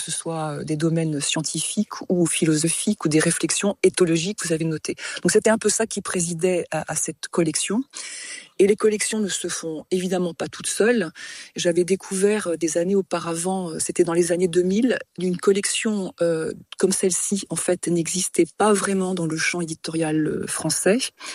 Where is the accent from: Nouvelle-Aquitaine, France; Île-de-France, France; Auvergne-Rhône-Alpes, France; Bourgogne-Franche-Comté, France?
Auvergne-Rhône-Alpes, France; born there; also born or lived in Brittany; J'ai vécu aussi en Bretagne quand j'étais enfant, entre la Bretagne et la Haute-Savoie, qui est mon pays natal.